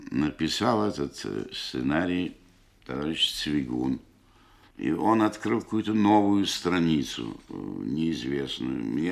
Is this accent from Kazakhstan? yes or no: no; Saint Petersburg, Russia; Я родился в Петербурге, учился в Петрограде, а получил профессию актера в Ленинграде.